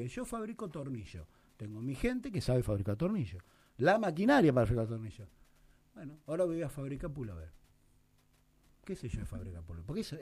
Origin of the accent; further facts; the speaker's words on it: Argentina; hasta yo siendo argentino